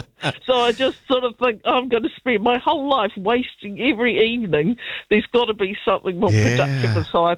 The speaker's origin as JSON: {"language": "English", "town": "Dunedin", "region": "Otago", "country": "New Zealand", "moved": "yes", "said": "I'm originally from Dunedin"}